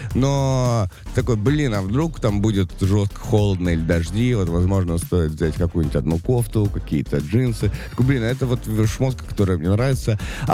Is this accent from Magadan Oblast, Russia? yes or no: yes; Magadan, Magadan Oblast, Russia; Я человек из Магадана, я изнеженный природой.